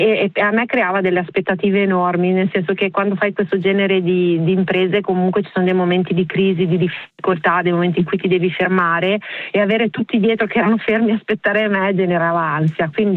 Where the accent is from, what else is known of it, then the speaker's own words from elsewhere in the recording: Milan, Lombardy, Italy; now in Porto San Giorgio, Italy; perché io sono nata e cresciuta a Milano, adesso mi sono trasferita nelle Marche, a Porto San Giorgio